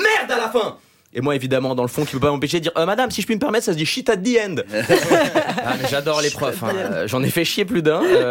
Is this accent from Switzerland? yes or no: yes; Switzerland; Et en tant que Suisse, ça me déplaît pas. Hein. L'allemand, c'est une de nos cinq langues nationales.